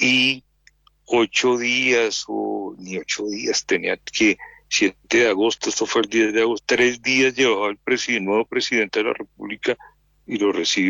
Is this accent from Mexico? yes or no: no; Colombia; como buenos colombianos, gente pujante, gente berraca, nos ayudamos unos entre otros